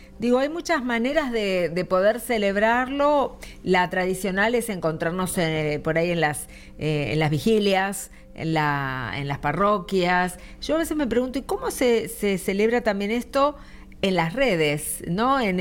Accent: Buenos Aires, Argentina; born there; yo también era del barrio del Boys cuando era chica.

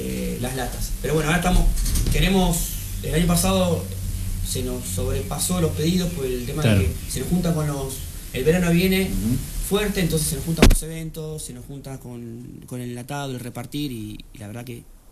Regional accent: Junín de los Andes, Neuquén, Argentina; Y sí, somos re de Junín.

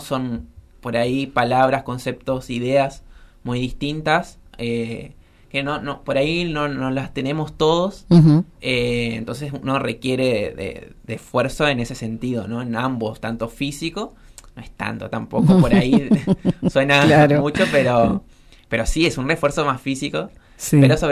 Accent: San Ignacio, Misiones, Argentina

